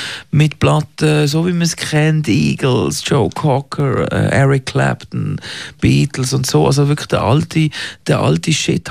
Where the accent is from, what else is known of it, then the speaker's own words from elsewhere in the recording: Gelterkinden, Basel-Landschaft, Switzerland; Aufgewachsen bin ich in einem 6000-Seelen-Dorf in Geltenkirchen, das ist im Baselland. Meine Familie hat dort ein Coiffeur-Geschäft gehabt, auf dem Dorfplatz.